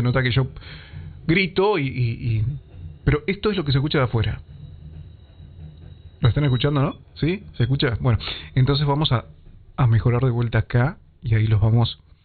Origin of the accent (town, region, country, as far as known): Uruguay